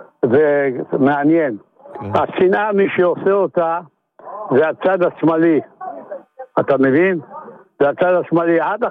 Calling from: Netanya, Central District, Israel

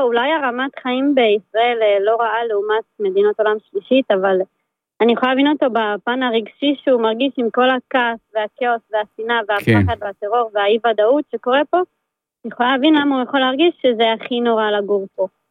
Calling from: Tel Aviv-Yafo, Tel Aviv District, Israel; אני גרה ביפו.

